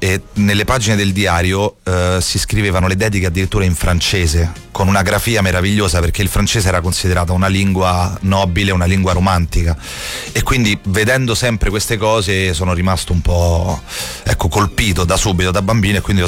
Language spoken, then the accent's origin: Italian; Rome, Lazio, Italy; perché io sono di Piazza Adriana, sono cresciuto lì